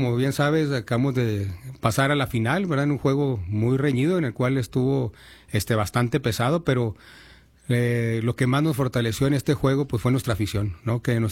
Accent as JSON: {"language": "Spanish", "region": "Chihuahua", "country": "Mexico", "said": "nosotros somos ahí chihuahuenses"}